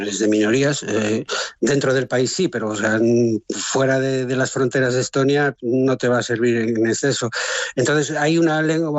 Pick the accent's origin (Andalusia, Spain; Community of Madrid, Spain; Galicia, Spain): Galicia, Spain; Y bueno, yo soy gallego, mi mano en la cocina española siempre está detrás